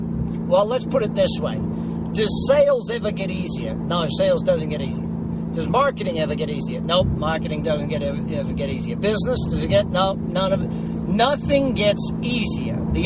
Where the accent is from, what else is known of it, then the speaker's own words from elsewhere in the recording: Brisbane, Queensland, Australia; Brisbane City Town Hall, my hometown in Australia.